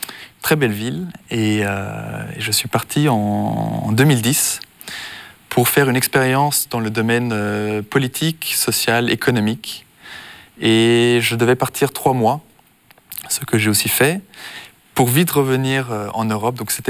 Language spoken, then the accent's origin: French; Switzerland; born there